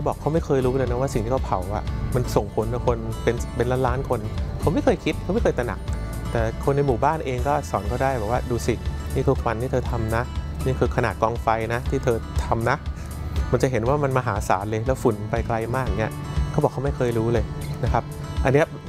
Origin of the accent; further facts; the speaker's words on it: Bangkok, Thailand; เราเองคนกรุงเทพไม่ได้หมายความว่าเราจะยุ่งเฉพาะฝุ่นกรุงเทพนะ